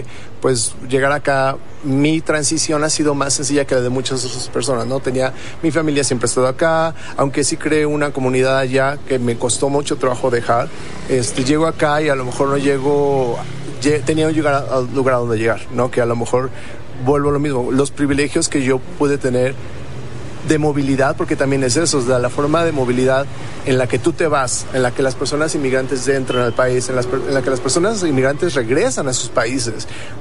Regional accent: Mexico City, Mexico; moved away as an adult; also born or lived in New York, United States; soy originario de Ciudad de México, ya me fui grande a Estados Unidos, a Nueva York, estuve ahí viviendo 11 años, entonces de repente parte de mi adultez ya la vivía allá

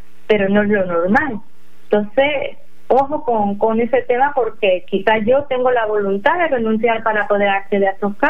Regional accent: Spain; now in Mexico; yo soy española de origen

